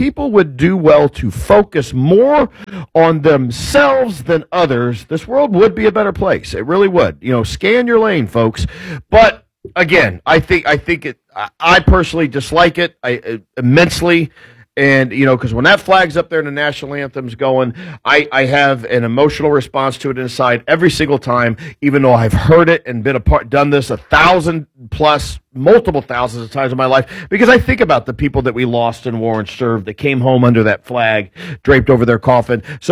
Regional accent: United States; as an American

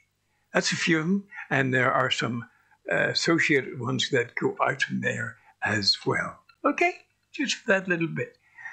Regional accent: Armagh, Northern Ireland, United Kingdom; I was brought up in Armagh during the war years. I had to go live with my auntie up there. And I went to the high school there.

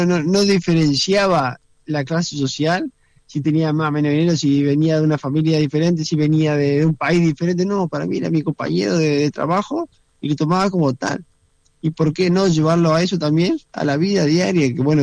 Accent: Reconquista, Santa Fe, Argentina; me crié en Reconquista, en una ciudad pequeña, donde jugaba mucho en la calle, era la pelota.

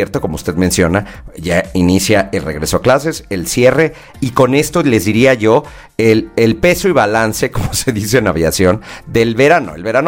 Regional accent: Mexico; ponemos los viajes en nuestro país como mexicanos en otro momento de las temporadas

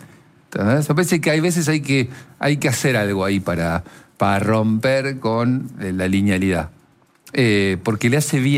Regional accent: Argentina; soy el argentino verdaderamente el que menos le interesa el Mundial

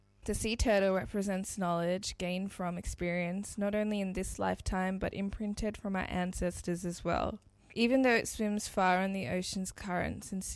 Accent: Sydney, New South Wales, Australia; Being born and raised on Darug and Gadigal lands, I must ground today's episode in the ever-present knowledge that my liberation as a Tamil person is tied up with the liberation of all Aboriginal people

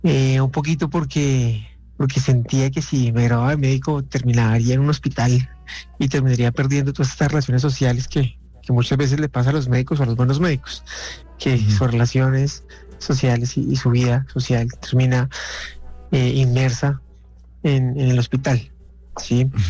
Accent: Bogotá, Colombia; born there; yo nací en Bogotá. Ajá. Una familia tradicional. Y pues nada, afortunadamente, a Dios gracias, crezco alrededor de Colombia.

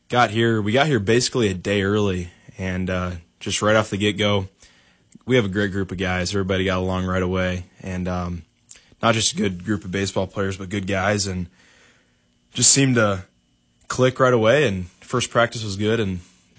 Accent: Grand Island, Nebraska, United States; moved away as an adult; I saw that Cranes were going to be in Grand Island, and I thought it was a great opportunity to get back in my hometown

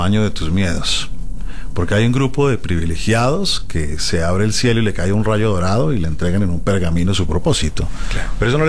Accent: Bogotá, Colombia; Vengo desde Colombia.

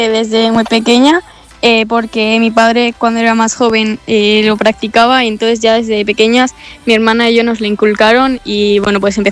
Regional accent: Cantabria, Spain; Sí, la verdad que muy contenta con el resultado, tanto como por la primera cántabra como por entrar en las primeras posiciones de la general.

